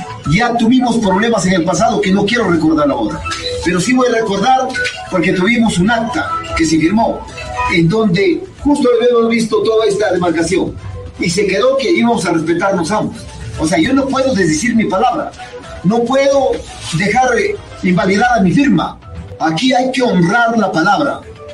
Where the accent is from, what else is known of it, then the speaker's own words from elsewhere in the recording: Quiruvilca, La Libertad, Peru; Nosotros, como Quirúilca, aquí zona urbana, somos 100% mineros.